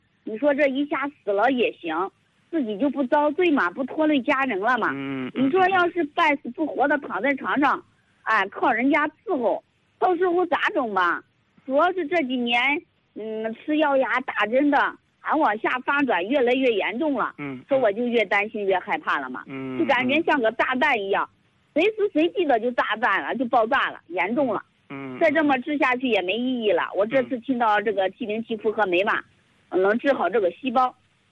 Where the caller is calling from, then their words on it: Xi'an, Shaanxi, China; 我是这个陕西西安的。